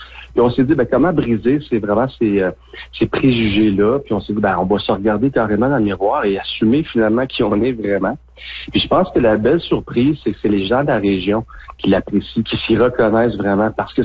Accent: Quebec, Canada

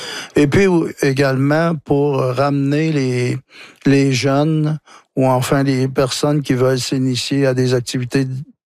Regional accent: Trois-Rivières, Quebec, Canada; born there; Je suis né à Trois-Rivières, mais on passait tous nos étés le long de la rivière.

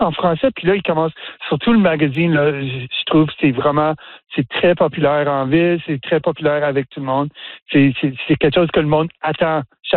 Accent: Ontario, Canada; also born or lived in Quebec / Maritimes; Tu sais, moi, je viens de l'Ontario, j'ai mm-hmm. passé beaucoup de temps au Québec, au Maritime

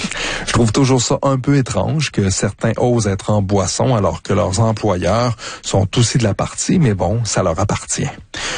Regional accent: Quebec, Canada; Faut dire que j'ai grandi dans le Québec des années 80 et en tant que garçon, danser c'était pour les efféminés, comme le voulait la rumeur de l'époque.

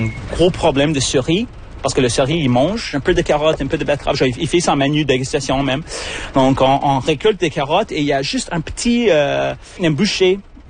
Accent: Toronto, Ontario, Canada; now in Niagara region, Canada; je viens de Toronto

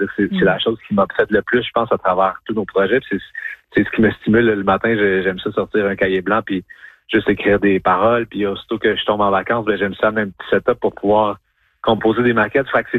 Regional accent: Quebec, Canada; accent: Québécois; first language French; dans ma langue maternelle, c'est une langue qui est, oui, francophone, mais aussi québécoise, mettons, tu sais, écrire des chansons avec un désir que ça sonne de la façon que je parle.

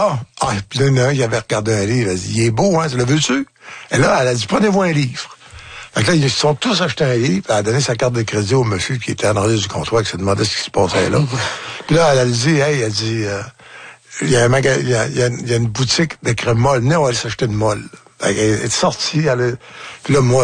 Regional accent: Falardeau, Quebec, Canada; Oui. Et je viens de Falardeau.

